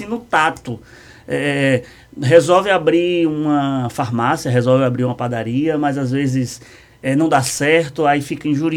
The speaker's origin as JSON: {"language": "Portuguese", "town": "Conceição do Coité", "region": "Bahia", "country": "Brazil", "said": "Eu venho de Construção do Coité"}